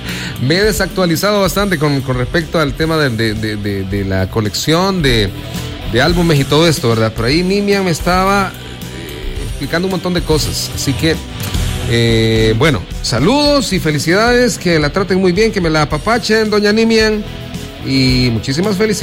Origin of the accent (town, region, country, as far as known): El Salvador